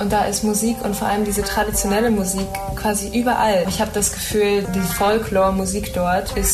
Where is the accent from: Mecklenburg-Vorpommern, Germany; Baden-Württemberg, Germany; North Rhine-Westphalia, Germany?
Mecklenburg-Vorpommern, Germany; Stralsund; ich komme aus Stralsund, da gibt es zwar Musikschulen, aber jetzt nicht so die Musikkultur, dass wir sagen, wir spielen irgendwie unsere Roots-Musik hier.